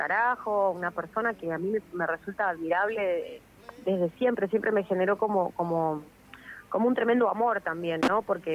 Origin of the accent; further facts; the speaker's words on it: Argentina; yo crecí en el Evita en la época en la que el Evita tenía los canteros, que eran un basural, y pasaba el tren. Yo tengo 38 años, chicos, no soy tan jovencita. Entonces, crecí en un barrio...